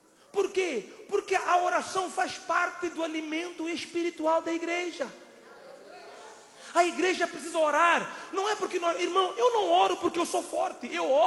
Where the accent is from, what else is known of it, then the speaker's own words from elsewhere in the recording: Mozambique; Há uns anos, foi um pastor em minha terra, Moçambique.